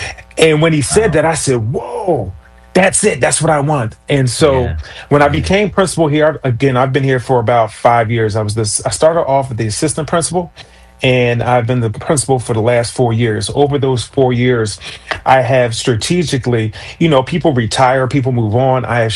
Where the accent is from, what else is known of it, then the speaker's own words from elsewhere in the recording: Philadelphia, Pennsylvania, United States; when I grew up in South Philly